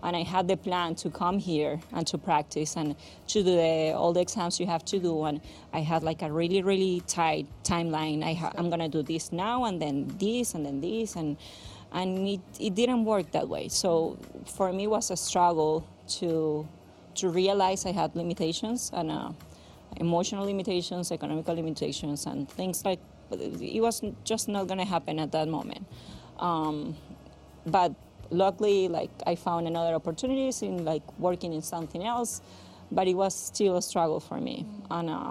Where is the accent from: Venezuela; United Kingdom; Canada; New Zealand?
Venezuela; moved away as an adult; also born or lived in Miami; now in Texas, United States; I'm from Venezuela.